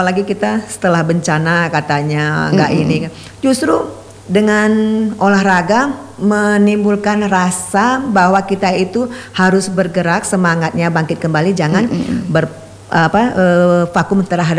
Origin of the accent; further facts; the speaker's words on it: Aceh, Indonesia; moved away; also born or lived in Bandung, West Java; saya mau balik ke Aceh